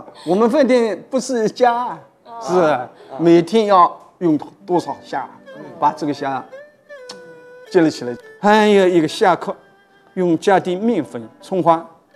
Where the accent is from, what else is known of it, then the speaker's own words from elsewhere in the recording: Shaoxing, Zhejiang, China; 腌的鲜一直以来是我们绍兴人百吃不厌的家乡菜